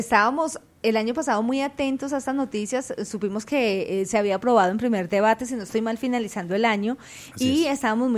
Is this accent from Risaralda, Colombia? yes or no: no; Manizales, Caldas, Colombia; así digamos, vengamos de otras regiones, yo soy de Manizales